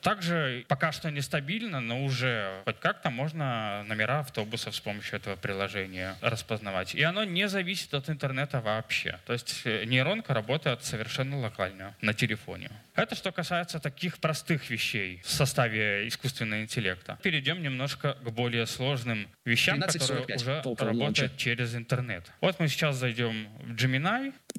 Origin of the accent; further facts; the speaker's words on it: Minsk, Belarus; это же все-таки Минск, мой родной город, я понимаю, что раз ДДС Малиновка 4, значит, это в мою сторону.